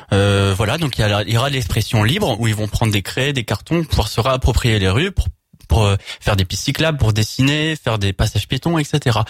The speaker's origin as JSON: {"language": "French", "region": "Hauts-de-France", "country": "France", "moved": "yes", "lives_now": "Vosges, France", "said": "Moi, je viens du Nord à la base."}